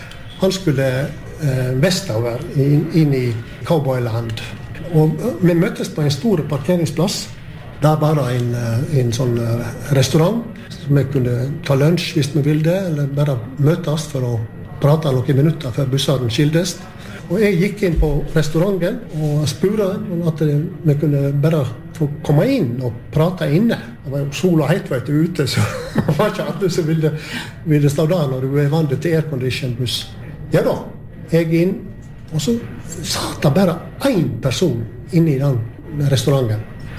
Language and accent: Swedish; Gaupne, Vestland, Norway; och jag sa självsagt när jag skönte att hon hade norska ane, så sa jag att jag kommer ju ifrån Gaupne.